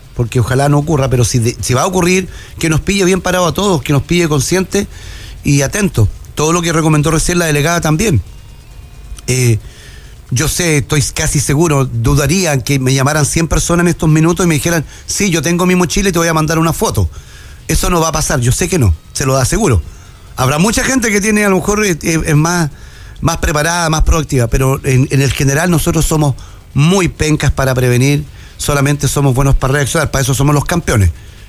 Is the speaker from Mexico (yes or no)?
no; Antofagasta, Chile; Nosotros los que somos de Antofagasta, nacidos, criados acá